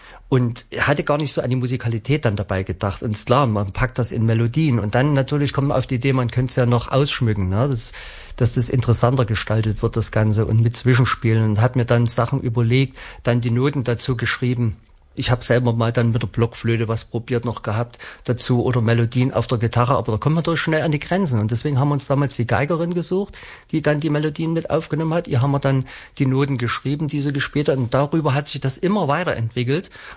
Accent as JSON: {"language": "German", "town": "Plauen", "region": "Saxony", "country": "Germany", "tie": "born or raised there", "also_born_or_lived": "Chemnitz", "said": "Heimat ist halt das Vogtland, ja, ich komme aus Blauen, genau."}